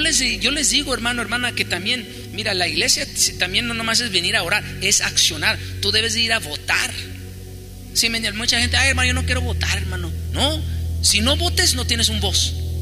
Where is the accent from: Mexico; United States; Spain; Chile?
United States